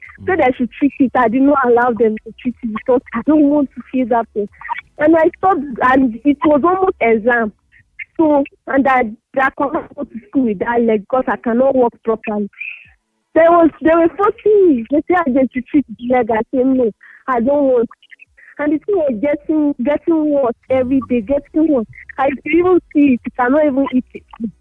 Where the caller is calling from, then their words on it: Goma, North Kivu, DR Congo; Local Goma.